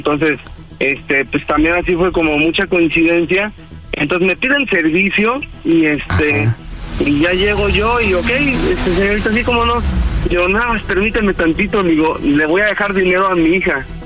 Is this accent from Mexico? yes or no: yes; Morelos, Mexico; Ok, tengo 40 años y soy de Moreno.